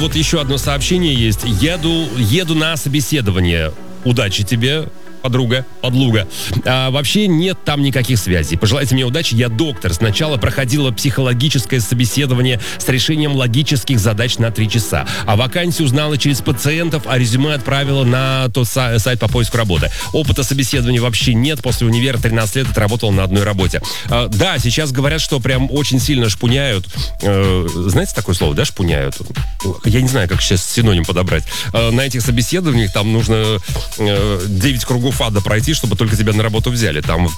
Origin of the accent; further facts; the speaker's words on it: Orenburg, Orenburg Oblast, Russia; moved away; Люди знают, что я из Оренбурга